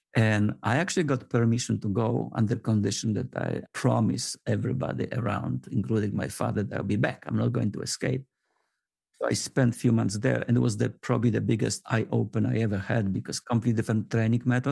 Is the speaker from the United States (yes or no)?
no; Poland; English is a second language; moved away; I'm originally from Poland.